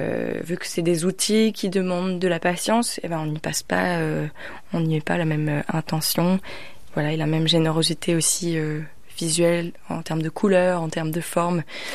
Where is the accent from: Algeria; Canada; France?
France; Pouldreuzic, Brittany; j'ai grandi à Poule-Rosier qui est du coche-truc.